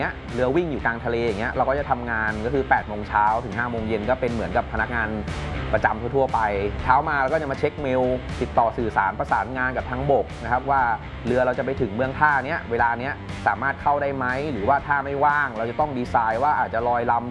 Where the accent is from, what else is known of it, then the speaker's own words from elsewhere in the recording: Phitsanulok, Thailand; พื้นเพผมเนี่ยเป็นคนจังหวัดพิษณุโลกจบการศึกษามัธยมจากโรงเรียนพิษณุโลกคม